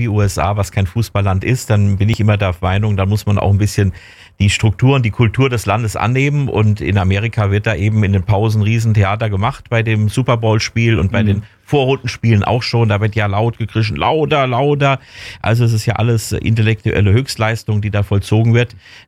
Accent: Germany

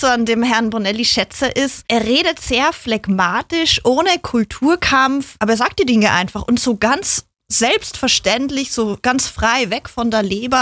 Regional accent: Austria; sagen wir in Österreich, ich bin Österreicherin.

